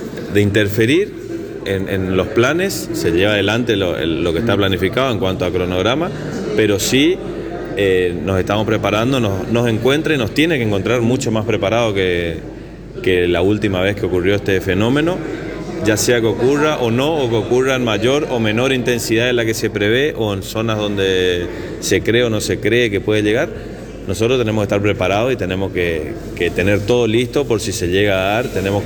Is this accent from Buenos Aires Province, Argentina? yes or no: no; Goya, Corrientes, Argentina; yo que soy de Goya, me voy todos los años al agricultor